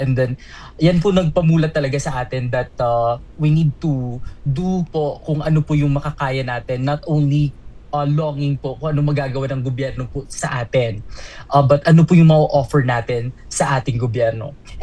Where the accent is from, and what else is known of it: Bacolod, Western Visayas, Philippines; born or raised there